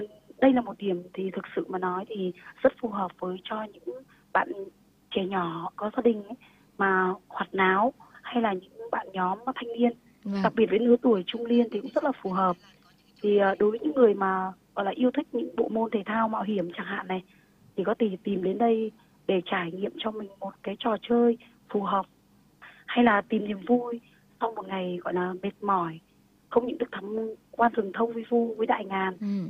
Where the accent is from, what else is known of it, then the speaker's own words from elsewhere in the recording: Da Lat, Lam Dong, Vietnam; chị sinh ra và lớn lên ở Đà Lạt.